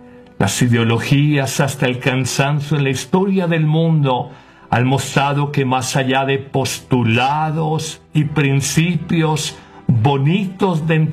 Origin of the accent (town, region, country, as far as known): Colombia